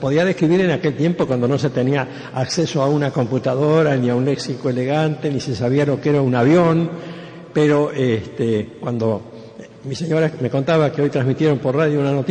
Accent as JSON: {"language": "Spanish", "country": "Argentina", "tie": "born or raised there", "said": "todos los que somos argentinos nativos"}